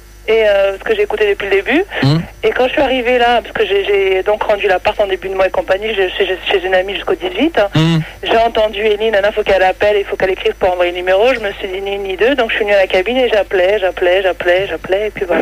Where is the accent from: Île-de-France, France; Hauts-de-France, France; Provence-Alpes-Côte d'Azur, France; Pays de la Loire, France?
Pays de la Loire, France; Le Mans; Oui, moi, je suis du Mans, moi.